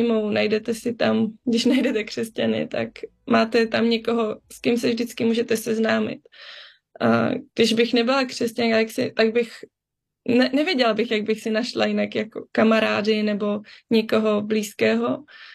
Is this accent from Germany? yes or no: yes; Germany; Takže docela jsem ráda, že jsem vyrůstala v Německu.